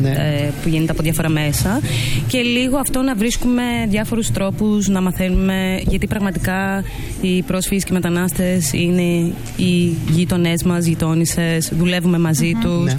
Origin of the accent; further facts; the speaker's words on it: Greece; είμαι από την Αιθιοπία, έχω γεννηθεί και μεγαλώσει εδώ. Είμαι δεύτερης γενιάς μεταναστευτικής καταγωγής